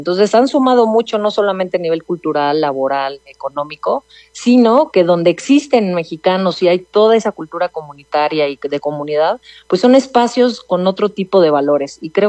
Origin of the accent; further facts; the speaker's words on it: Mexico; todo lo que somos como mexicanos